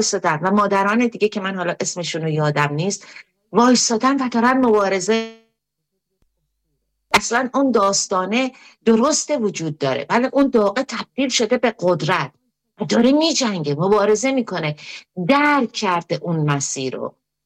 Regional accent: Iran

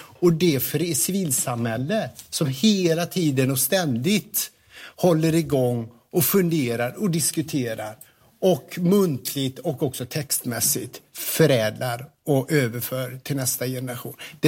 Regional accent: Falköping, Västra Götaland County, Sweden; min hemstad Falköping

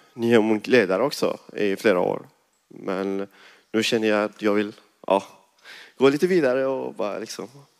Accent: Alingsås, Västra Götaland County, Sweden; Jag kommer från Alingsås.

